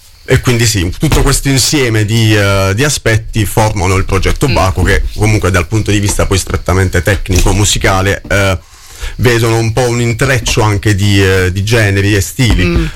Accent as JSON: {"language": "Italian", "town": "Bari", "region": "Apulia", "country": "Italy", "tie": "born or raised there", "said": "Sono originario della Puglia. Uh-huh. Quindi Puglia, Di Bari per l'esattezza."}